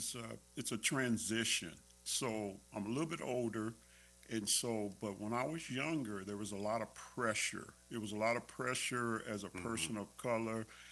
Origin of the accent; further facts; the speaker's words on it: Cincinnati, Ohio, United States; So I grew up in Ohio, and so in the inner city there of Cincinnati.